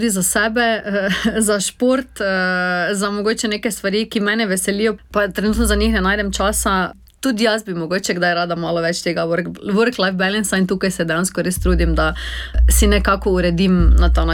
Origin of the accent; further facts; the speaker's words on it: Maribor, Drava, Slovenia; Jaz sem sama Mariborčanka, živim v centru mesta